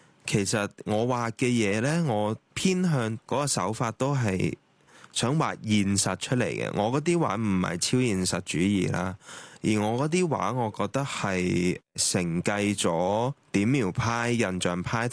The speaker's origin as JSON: {"language": "Cantonese", "country": "Hong Kong", "said": "我哋香港人"}